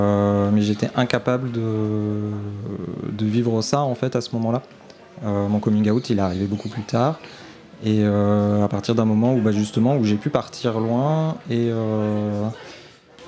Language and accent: French; Auvergne-Rhône-Alpes, France; now in Lyon, France; Je suis parti de la région où j'ai grandi. Donc, comme vous disiez, je suis passé de la Savoie à Lyon.